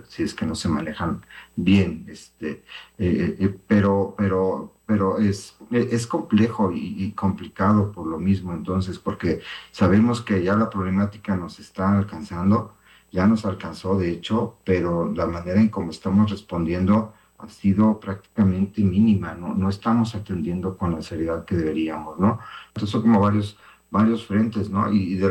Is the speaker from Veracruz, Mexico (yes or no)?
yes; Xalapa, Veracruz, Mexico; los que somos de aquí de Jalapa